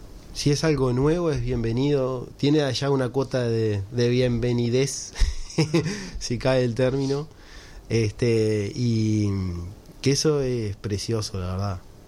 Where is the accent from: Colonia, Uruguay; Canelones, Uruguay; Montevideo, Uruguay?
Canelones, Uruguay; terminar en Canelones, que también es mi ciudad natal